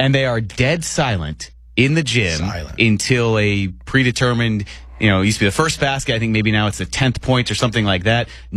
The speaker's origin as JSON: {"language": "English", "region": "Indiana", "country": "United States", "said": "I'm from Indiana too."}